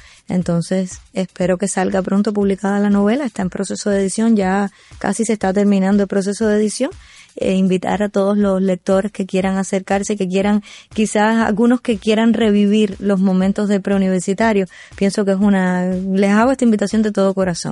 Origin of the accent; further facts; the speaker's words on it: Cuba; Nuestra identidad cultural como cubanos está muy dada por esa mezcla de magia y fantasía con lo cotidiano.